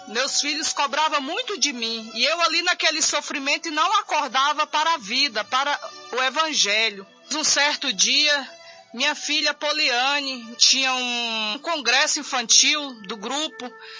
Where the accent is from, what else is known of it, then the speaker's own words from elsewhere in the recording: Mogi Guaçu, São Paulo, Brazil; also born or lived in Vargem Grande do Sul / Belo Horizonte; sou da cidade de Mogi Guaçu.